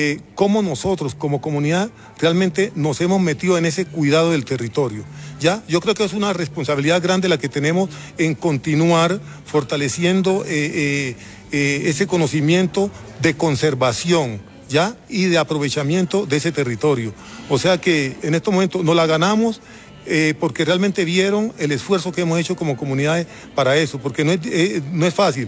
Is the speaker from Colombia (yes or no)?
yes; Colombia